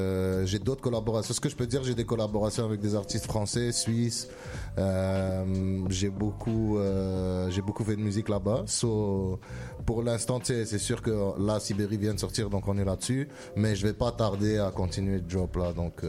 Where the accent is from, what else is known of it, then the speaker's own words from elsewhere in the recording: Algeria; Moi, j'ai un grand sentiment d'appartenance à mon pays natal, l'Algérie.